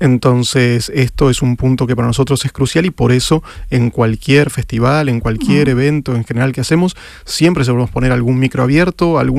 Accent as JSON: {"language": "Spanish", "region": "Buenos Aires", "country": "Argentina", "moved": "as an adult", "lives_now": "Seville, Spain", "said": "como en mi caso, que soy de Argentina, de Buenos Aires."}